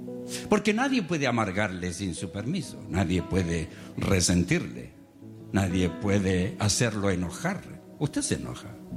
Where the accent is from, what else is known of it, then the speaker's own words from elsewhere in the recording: Chile; born there; Yo nací en Chile, en una iglesia pentecostal, y pensaba que Dios era pentecostal y chileno.